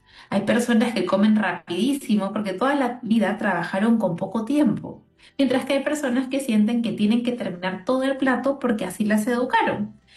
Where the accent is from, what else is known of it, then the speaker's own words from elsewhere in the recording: Peru; sobre todo como peruanos, que tenemos una alimentación tan rica, una gastronomía tan rica, que es parte de nuestras costumbres, ¿no?